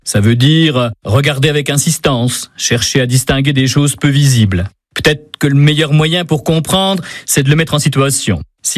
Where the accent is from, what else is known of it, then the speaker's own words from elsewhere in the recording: Bourges, Centre-Val de Loire, France; also born or lived in Reuilly; Dans ma jeunesse, j'habitais à Bourges, tout près de la cathédrale.